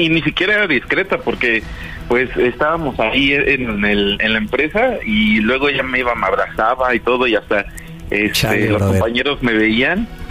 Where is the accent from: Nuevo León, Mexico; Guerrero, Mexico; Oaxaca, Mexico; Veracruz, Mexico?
Oaxaca, Mexico; Tengo 25 años y soy aquí de Oaxaca.